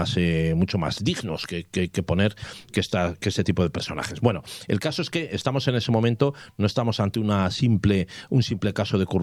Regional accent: Spain; tener vergüenza como españoles y como país

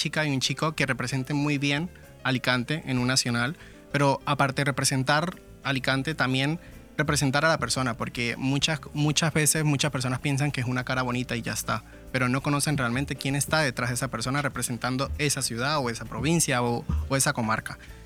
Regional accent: Venezuela; now in Villajoyosa, Spain; soy venezolano, me encanta mi país

